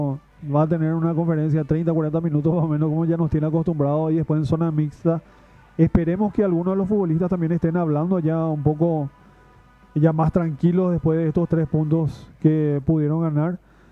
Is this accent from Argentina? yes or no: no; Paraguay; siempre nosotros también de este lado, como paraguayos, por supuesto queremos que tanto a nuestros hermanos sudamericanos les vaya bien